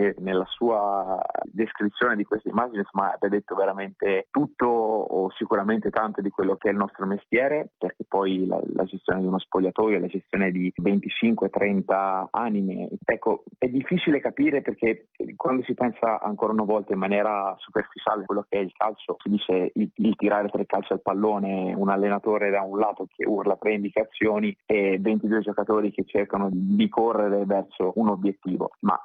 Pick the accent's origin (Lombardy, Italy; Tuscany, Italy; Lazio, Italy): Tuscany, Italy; moved away as an adult; also born or lived in Istanbul, Turkey; now in Alanya, Turkey; Io sono toscano e Viareggio è 30 chilometri distante da dove sono nato e da dove sono cresciuto